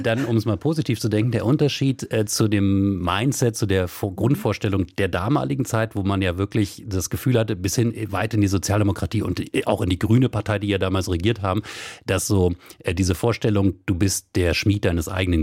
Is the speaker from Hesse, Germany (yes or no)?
no; Wolfsburg, Lower Saxony, Germany; moved away; Ich komme aus Wolfsburg ursprünglich